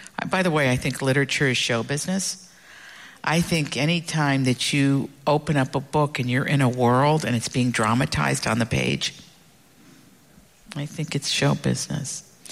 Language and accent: English; Appalachia, United States; So I was already unsophisticated. I was from Appalachia.